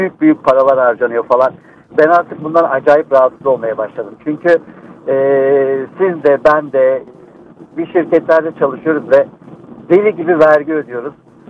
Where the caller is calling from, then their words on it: Bursa, Turkey; Bursa'dan arıyorum.